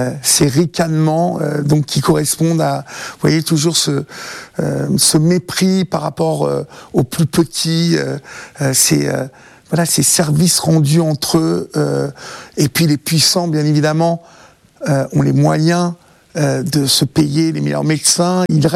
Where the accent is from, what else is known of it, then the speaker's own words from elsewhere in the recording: Évreux, Normandy, France; Vous savez cette chanson que j'entendais quand j'étais enfant de cœur à Évreux